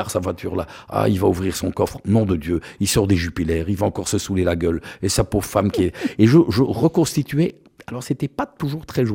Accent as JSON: {"language": "French", "town": "Marloie", "region": "Wallonia", "country": "Belgium", "tie": "born or raised there", "said": "à Marlois précisément, la terre de ma terre natale"}